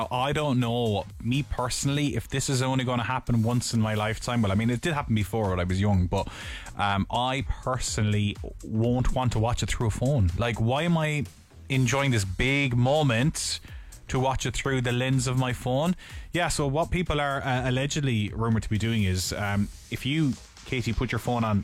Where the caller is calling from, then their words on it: Munster, Ireland; Okay, so I'm going to be watching it in Tipperary.